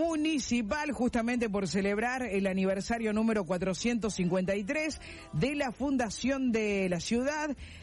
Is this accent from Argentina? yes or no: yes; Córdoba, Argentina; born there; qué lindo es ser doblemente cordobés, ¿no? Porque los que nacimos en Córdoba capital y dentro de la provincia de Córdoba.